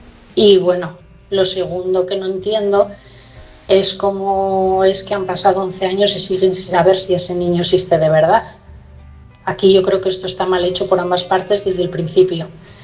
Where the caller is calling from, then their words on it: Asturias, Spain; de Asturias y mi mensaje esta noche es para Pedro.